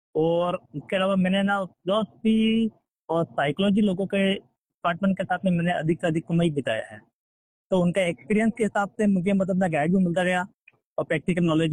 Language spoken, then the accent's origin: Hindi; Rajasthan, India; now in Mumbai, India